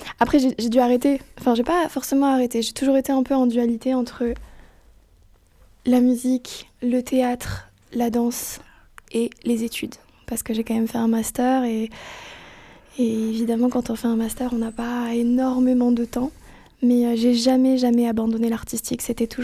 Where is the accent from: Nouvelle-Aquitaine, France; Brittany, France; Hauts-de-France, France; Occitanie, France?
Occitanie, France; Nîmes; born there; Je suis née à Nîmes